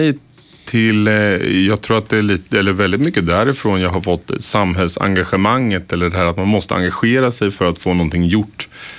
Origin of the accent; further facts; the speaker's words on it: Örebro, Örebro County, Sweden